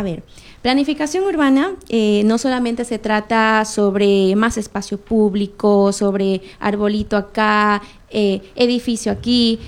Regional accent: Machala, El Oro, Ecuador; born there; Ya, yo nací aquí, soy machaleña, soy arquitecta de profesión, soy también deportista.

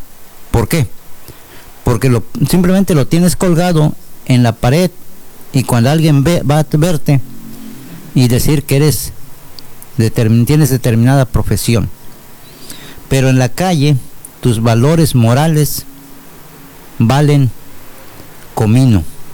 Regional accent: Mexico

